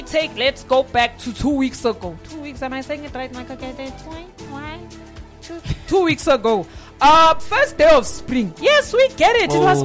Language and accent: English; South Africa